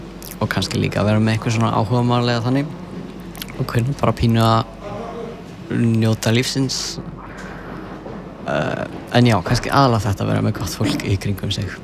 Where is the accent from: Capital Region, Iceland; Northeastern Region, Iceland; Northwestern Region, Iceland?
Northwestern Region, Iceland; Sörbær; Og ég er frá Sörbæ á Vatnsnesi.